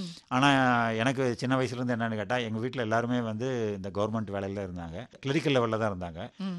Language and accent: Tamil; Coimbatore, Tamil Nadu, India; படிச்சது எல்லாமே கோயம்புத்தூர். இங்க பிறந்தது வந்து குப்பசாமிநாடு ஹாஸ்பிடல் தான் பிறந்தேன்.